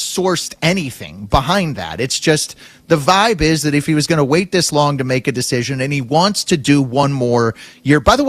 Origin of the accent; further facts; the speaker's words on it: Denver, Colorado, United States; And I grew up as a Nugget fan, and I'm from Denver, and him in a Denver Nuggets uniform doesn't look right either.